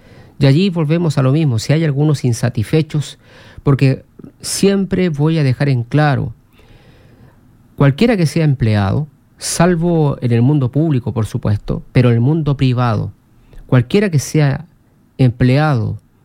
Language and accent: Spanish; Chile